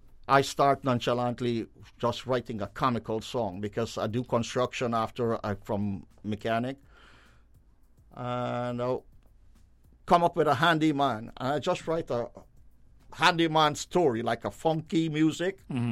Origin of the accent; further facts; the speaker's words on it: Guyana; as a coolie boy growing up in Guyana.